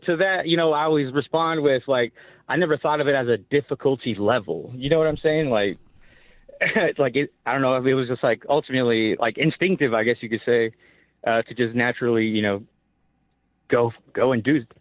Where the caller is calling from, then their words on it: Las Vegas, Nevada, United States; also born or lived in Anaheim; I'm calling from Las Vegas, Nevada. Heard you talking about parenting. So, single father, one child, moved out here from Las Vegas, or from Anaheim to Las Vegas.